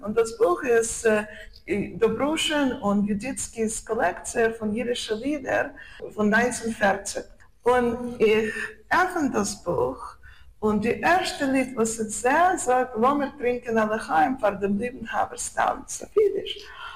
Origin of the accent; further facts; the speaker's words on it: Moscow, Russia; born there; German is a second language; Shalom Aleichem, es ist größte Vergnügen zu sein und reden mit euch. Ich bin geboren in Moskau und in 1991 habe ich angehoben lernen in der russischen Universität